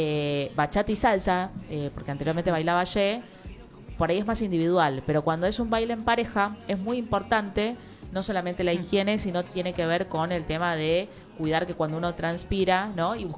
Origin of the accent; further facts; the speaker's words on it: Argentina; y para nosotros como argentinos un orgullo también